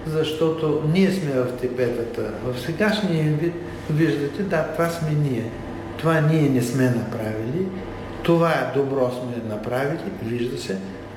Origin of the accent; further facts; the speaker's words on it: Plovdiv, Plovdiv Province, Bulgaria; Питате ме като пловдивчанка